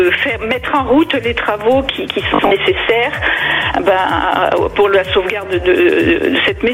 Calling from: Nouvelle-Aquitaine, France; Je vous appelle de Dordogne.

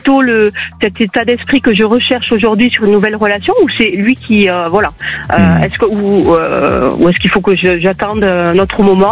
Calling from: Occitanie, France; d'Occitanie

